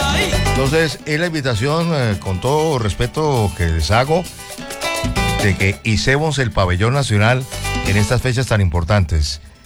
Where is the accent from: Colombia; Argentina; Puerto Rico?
Colombia; me duele como colombiano que soy